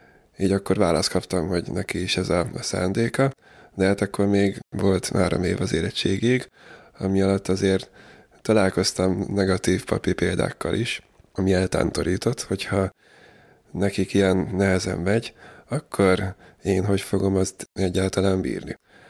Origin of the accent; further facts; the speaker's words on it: Dunakeszi, Pest, Hungary; Dunakesziről származom, 38 éves vagyok jelenleg. Hagyományos katolikus vallásos családban születtem.